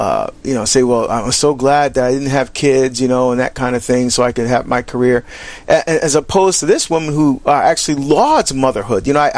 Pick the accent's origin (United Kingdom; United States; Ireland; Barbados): Barbados; born there; And, you know, we're from Barbados. That's where I was born.